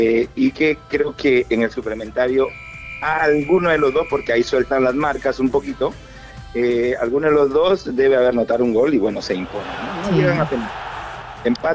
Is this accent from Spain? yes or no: no; Paita, Piura, Peru; Tengo 58 años. Claro. Y bueno, pues soy de Paita Piura.